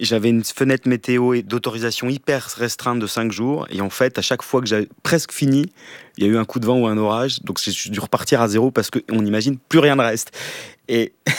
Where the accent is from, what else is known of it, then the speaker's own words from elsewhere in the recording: East, France; Je viens d'un petit village de l'Est